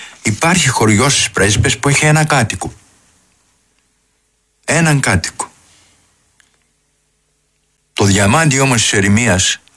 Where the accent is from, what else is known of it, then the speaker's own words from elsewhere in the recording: Florina, Western Macedonia, Greece; Κόρντοβα για μένα είναι η Φλόρινα